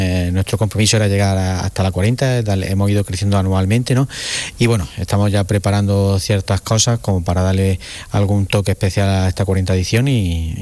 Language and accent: Spanish; Jaén, Andalusia, Spain; Nosotros somos de Jaén, como el que más